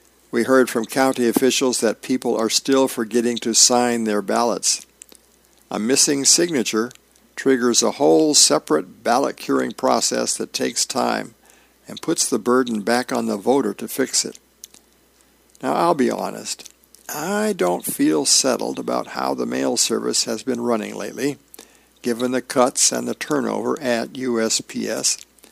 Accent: United States; In my hometown, the tribal election is impossible to miss. It's right at the chapter house, with food tents and community energy.

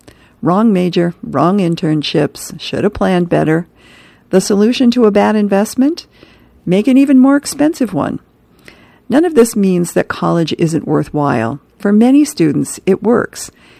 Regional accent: Danville, Illinois, United States; born or raised there

